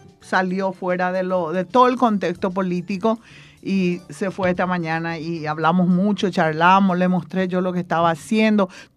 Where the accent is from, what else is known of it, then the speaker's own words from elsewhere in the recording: Pedro Juan Caballero, Amambay, Paraguay; born there; barrio guaraní. Y yo también estudié primer grado en la Escuela Perpetuo Socorro.